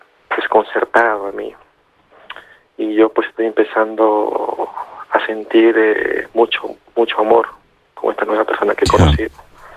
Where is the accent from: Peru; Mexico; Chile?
Peru; No, yo soy de Perú.